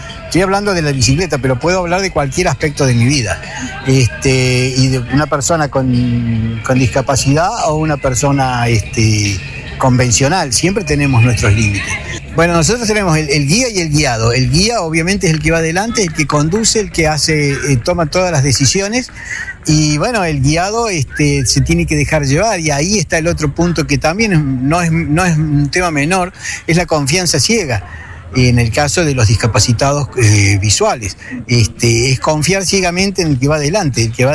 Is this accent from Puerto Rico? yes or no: no; Córdoba, Argentina; Yo soy de Córdoba capital.